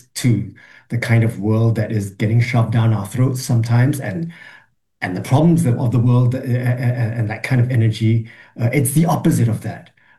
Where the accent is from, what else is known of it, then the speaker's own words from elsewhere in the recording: Singapore; because, you know, as a Singaporean, I think we recognize anti-power.